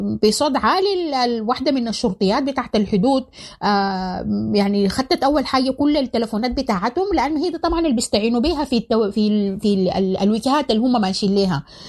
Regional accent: Sudan; moved away; وكنت انا يعني سودانيه

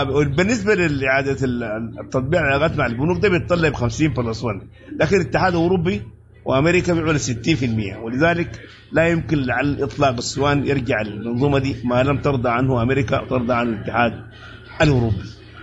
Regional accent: Sudan; احنا هسه عندنا في السودان

